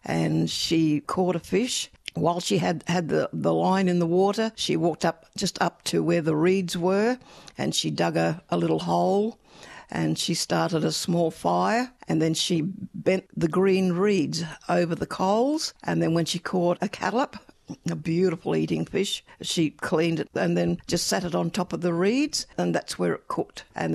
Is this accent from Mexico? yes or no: no; Tailem Bend, South Australia, Australia; moved away as an adult; also born or lived in Raukkan (Point McLeay Mission) / Murray Bridge; now in Mount Gambier, Australia; I grew up at Taylan Bend, primary school there and high school at Murray Bridge. Yeah, in 1975, myself and my husband moved here and I fell in love with the southeast. And yeah, lived here since.